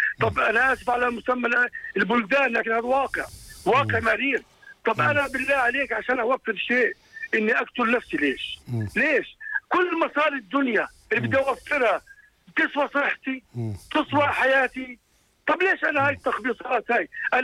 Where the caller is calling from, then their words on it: Jordan; عندنا في الأردن